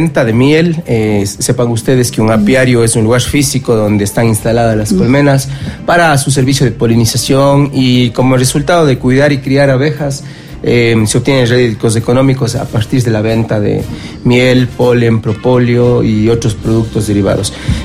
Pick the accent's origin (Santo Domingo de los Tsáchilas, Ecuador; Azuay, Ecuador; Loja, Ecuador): Azuay, Ecuador; Cuenca; born or raised there